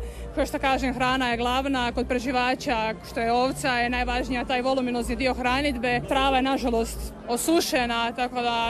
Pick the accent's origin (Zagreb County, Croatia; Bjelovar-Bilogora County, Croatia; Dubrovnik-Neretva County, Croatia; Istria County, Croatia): Bjelovar-Bilogora County, Croatia; Nova Pisanica; dolazimo iz Nove Pisanice sa Bilogore.